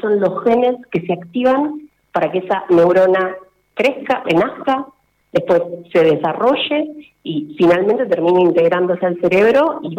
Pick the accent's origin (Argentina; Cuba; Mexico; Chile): Argentina; Salto Grande; now in Buenos Aires, Argentina; estoy realizando mi doctorado en el Instituto Leloir, acá en Buenos Aires. Soy de Salto Grande, pero bueno, estoy acá entonces haciendo el doctorado.